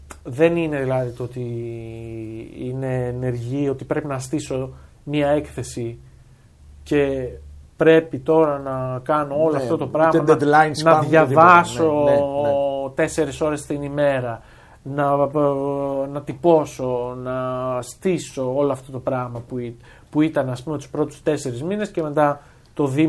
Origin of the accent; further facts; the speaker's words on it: Drama, Eastern Macedonia and Thrace, Greece; το τι έγινε στην πόλη μου συγκεκριμένα